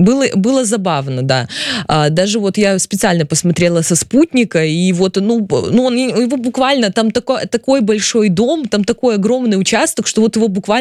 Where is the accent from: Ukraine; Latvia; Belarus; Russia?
Belarus; я считаю, что белорусы имеют право знать, как живут наши бизнесмены